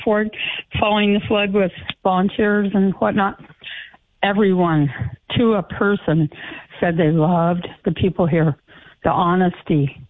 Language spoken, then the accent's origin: English; California, United States; moved away as an adult; also born or lived in Dickinson; now in Grand Forks, United States; I'm a person that was born and raised in California, married a North Dakota man down there, moved here in 81, lived in Dickinson for 10 years, and then moved here for college in Grand Forks in 1990.